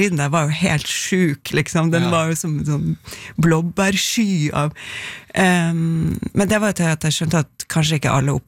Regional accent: Tverlandet, Nordland, Norway; born or raised there

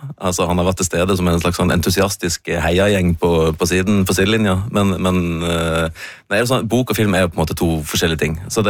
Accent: Flekkefjord, Agder, Norway; moved away; Så det gøy da å komme hjem til hjembyen min

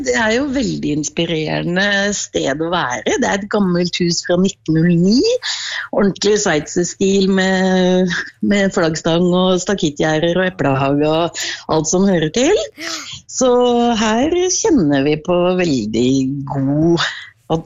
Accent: Oslo, Norway; Ja, nei, vi er fra Oslo, og så hadde vi, var så heldige å kjøpe oss en hytte på Golsfjellet, akkurat rett før pandemien

